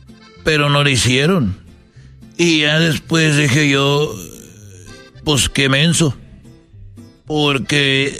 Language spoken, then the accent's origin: Spanish; Jalisco, Mexico; cuando yo iba a la escuela allá donde yo nací en Jalisco, no era una escuela normal, pero era una casa.